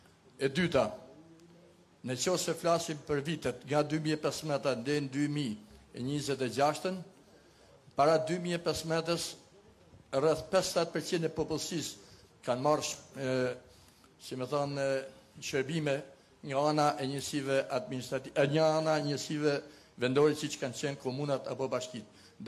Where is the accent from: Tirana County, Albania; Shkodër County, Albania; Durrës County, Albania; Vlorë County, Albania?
Shkodër County, Albania; Gjithë bashkut e bëjmë bashkin e Malësisë Madhe, si që jam unë malësor i kësaj bashkije.